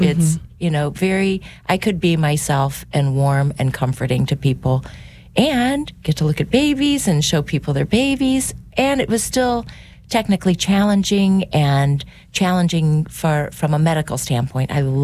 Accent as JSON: {"language": "English", "town": "Crestwood", "region": "Missouri", "country": "United States", "tie": "born or raised there", "said": "Yep. I grew up in Crestwood. I went to St. Elizabeth of Hungary, and then I went to Lindbergh High School. I'm one of six children in a awesome Catholic family."}